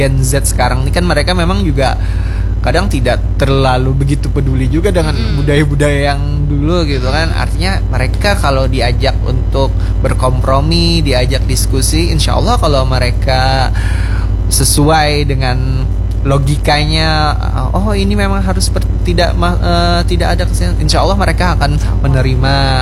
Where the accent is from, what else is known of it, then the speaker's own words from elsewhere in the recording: Banjar, South Kalimantan, Indonesia; dari budaya kita Banjar ini